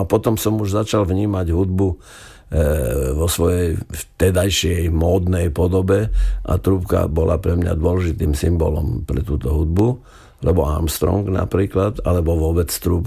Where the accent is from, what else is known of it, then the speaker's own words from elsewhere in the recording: Prešov, Prešov Region, Slovakia; now in Bratislava, Slovakia; tak to sa všetko zrodilo v Prešove, až potom som prišiel do Bratislavy